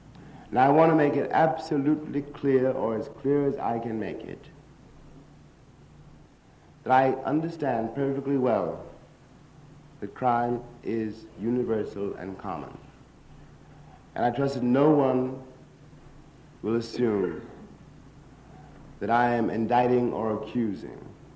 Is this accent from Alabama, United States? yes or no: no; New York, United States; as we say in Harlem